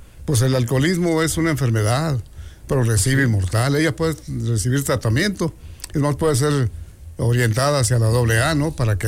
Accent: Mexico; Yo soy mexicano

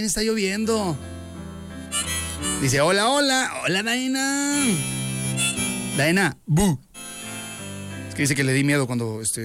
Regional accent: Saltillo, Coahuila, Mexico; Yo soy de Saltillo. ¿En qué calle nací? No sé.

